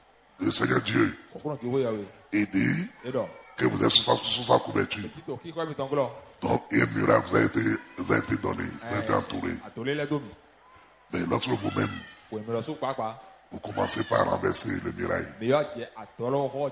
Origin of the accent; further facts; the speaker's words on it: Porto-Novo, Ouémé, Benin; je suis de Porto Novo